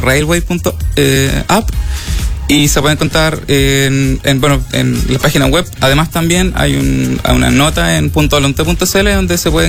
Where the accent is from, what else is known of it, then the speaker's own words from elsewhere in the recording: Lontué, Maule, Chile; Yo acá soy de Lontué, acá siempre estamos preocupados porque tenemos un río que es el río Lontué, que tiene un caudal bastante grande